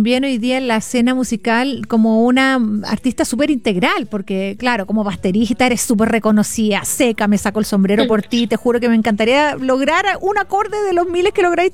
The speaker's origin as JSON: {"language": "Spanish", "town": "Osorno", "region": "Los Lagos", "country": "Chile", "tie": "born or raised there", "said": "Crecí también en Osorno, sí."}